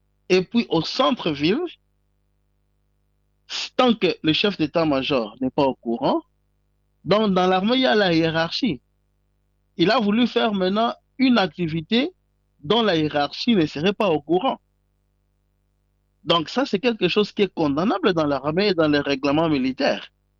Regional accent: Republic of the Congo; Donc c'est aussi pour l'ambisso en tant que Congolais, nous devons aussi avoir une sommité intellectuelle qui sera à mesure de faire face.

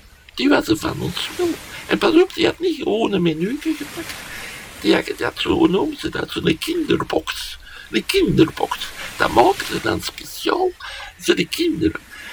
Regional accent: Belgium; Allee, als Belg.

